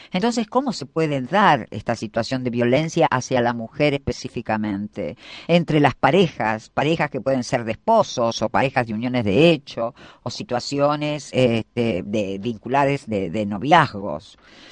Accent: San Martín, Buenos Aires Province, Argentina; soy de San Martín, provincia de Buenos Aires

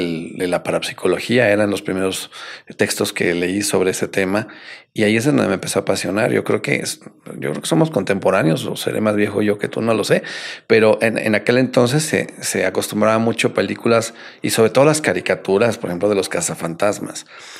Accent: Querétaro, Mexico; born there; yo soy mexicano, tengo actualmente 45 años de edad. Yo nací un 8 de octubre del 79 en la ciudad de Querétaro, México, de familia pues muy católica

